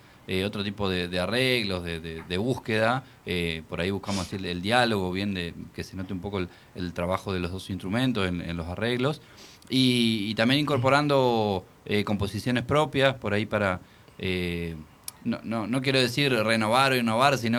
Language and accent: Spanish; Gualeguay, Entre Ríos, Argentina; Tati Grandolio es de Victoria, yo soy de Gualeguay